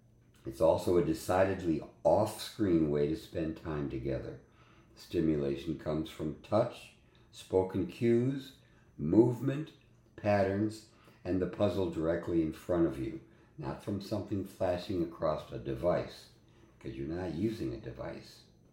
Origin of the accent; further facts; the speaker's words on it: Michigan, United States; Okay, in Michigan, the state of Michigan, my home state actually